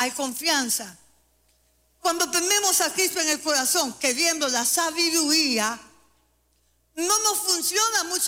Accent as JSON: {"language": "Spanish", "country": "El Salvador", "said": "Así somos nosotros salvadoreños."}